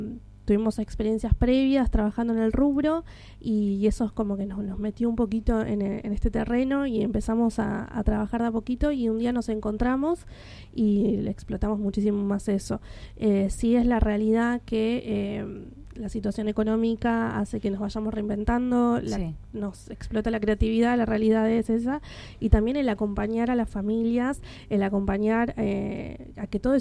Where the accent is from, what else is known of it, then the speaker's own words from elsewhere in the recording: Argentina; nosotros somos argentinas.